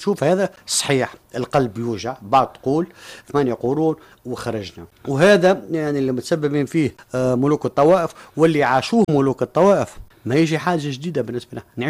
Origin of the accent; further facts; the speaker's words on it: Tunisia; في تونس مثلا، نقولها كتونسي،